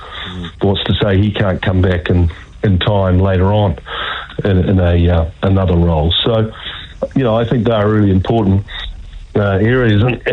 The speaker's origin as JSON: {"language": "English", "country": "New Zealand", "said": "I'm a Kiwi. I played for New Zealand. I played as a kid at Cornwall Cricket Club"}